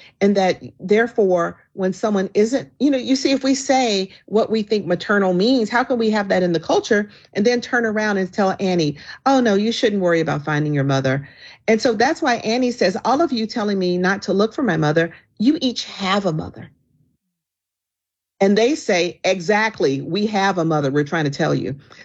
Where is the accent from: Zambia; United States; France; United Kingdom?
United States; the South; You know, as a Southerner, everyone's always saying, oh, you know, Southern families are such great storytellers.